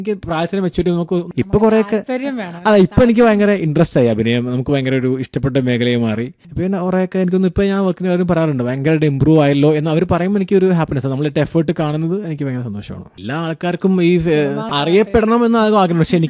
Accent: Tanur, Kerala, India; ഞാൻ ഒരു മലപ്പുറംകാരനാണ്, എൻ്റെ നാട് മലപ്പുറം താന്നൂരുണ്ട് നാട്.

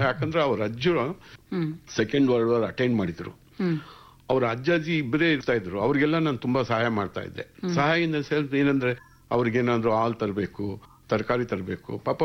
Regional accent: Bangalore, Karnataka, India; ಮೂಲತಃ ಬೆಂಗಳೂರಿನವ್ರೆ. ನಾನು ಇಲ್ಲೇ ಮೇಡಮ್, ಹೊಸನಗರ ಈಗ ಅಂತಾರೆ, ಅದಕ್ಕೆ ಉಪ್ಪಾರಳ್ಳಿ ಅಂತ ಮೊದ್ಲು ಹೇಳ್ತಾ ಇದ್ರು.

